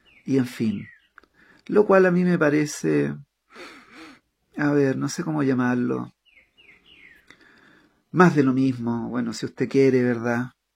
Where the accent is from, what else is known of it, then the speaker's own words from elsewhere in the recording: Chile; moved away as an adult; now in Paraguay; Ustedes saben que yo soy chileno, pero no me digan chileno a secas. Porque yo llevo 14 años viviendo en Paraguay